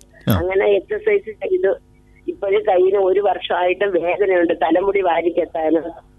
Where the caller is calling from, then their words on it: Peyad, Kerala, India; ഞാൻ പേയാട് നിന്നാണ് വിളിക്കുന്നത്.